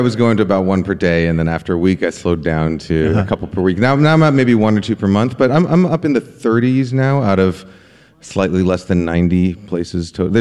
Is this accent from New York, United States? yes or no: yes; New York, United States; I'm from New York, so I equate it to like a New York slice of pizza